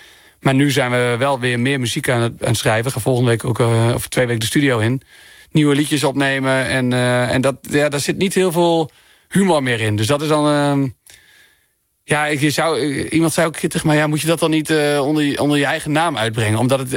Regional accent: Groningen, Netherlands; grappen zijn die je gewoon echt als Groninger gewoon denkt, ach, oh ja, dat woord, dat heb ik lang niet gehoord.

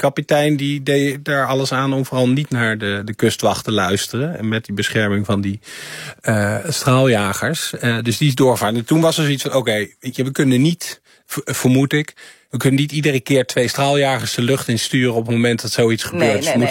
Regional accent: Netherlands

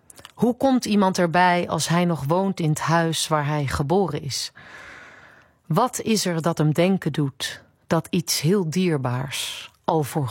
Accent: Zeist, Utrecht, Netherlands; also born or lived in Deventer; Maar ik ben echt geboren Deventer, opgegroeid in Zeist.

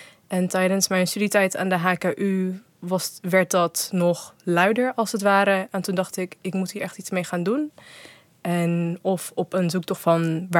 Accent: South Africa; ik ben Zuid-Afrikaans en ik ben Nederlanders

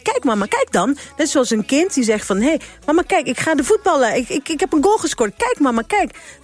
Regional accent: Curaçao; Kijk, wij zijn Curaçaoënaars, maar in het papiaments noem je dat Judy Corsao. Een kind van Curaçao. Dus Curaçao is onze moeder.

